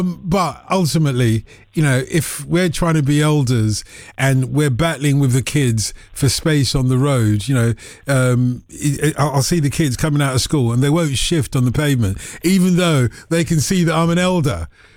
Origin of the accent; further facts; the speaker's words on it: Nigeria; Yeah, of course I'm Nigerian.